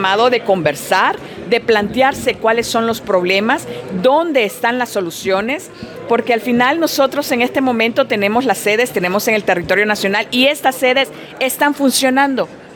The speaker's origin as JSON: {"language": "Spanish", "country": "Honduras"}